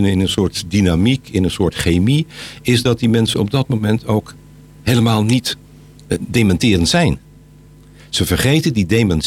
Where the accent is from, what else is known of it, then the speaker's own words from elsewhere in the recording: Leiden, South Holland, Netherlands; born there; Ik ben geboren in Leiden.